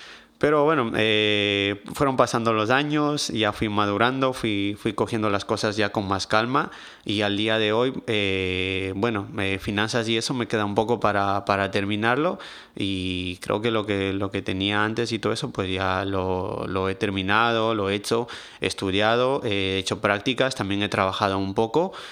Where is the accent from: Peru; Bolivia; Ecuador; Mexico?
Ecuador; moved away; Entonces, me fui a Ecuador y la verdad que ese mes me ayudó bastante porque ya el de yo trabajar y regresar a Ecuador y ver las cosas allá, es como que me entraron otra vez las ganas de estudiar